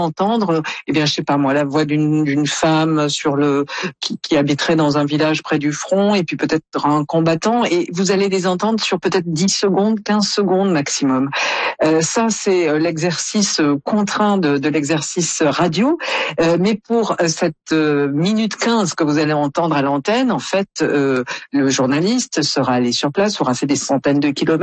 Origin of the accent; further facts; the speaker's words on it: France; quand on est Canadien ou comme moi français